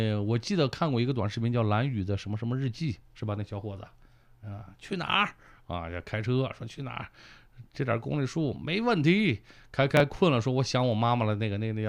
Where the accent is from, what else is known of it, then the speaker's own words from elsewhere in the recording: Ordos, Inner Mongolia, China; accent: Ordos dialect; 咱鄂尔多斯方言